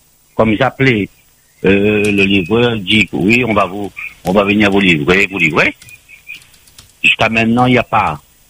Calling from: Saint-André, Réunion; de Saint-André.

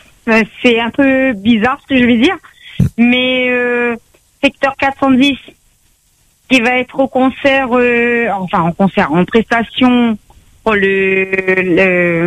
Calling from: Réunion

